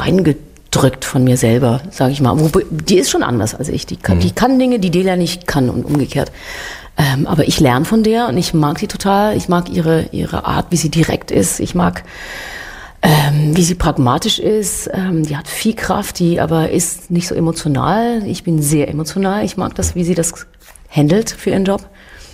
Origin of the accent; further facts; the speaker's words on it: Switzerland; ist jetzt auch bei uns in der Schweiz jetzt gerade, blase ich mich gerne mal auf, weil wir Schweizer sind ja sonst so bescheiden